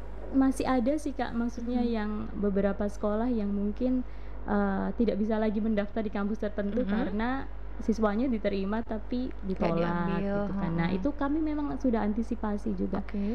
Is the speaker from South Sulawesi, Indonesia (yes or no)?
no; Surakarta, Central Java, Indonesia; now in Belu, Indonesia; Saya kan dari Solo nih.